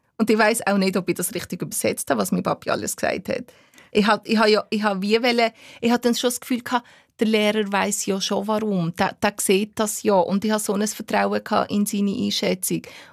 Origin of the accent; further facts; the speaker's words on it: Albania; Und dann habe ich gesagt, ja, aber ich bin ja nicht aus einem arabischen Land, ich bin aus Albanien.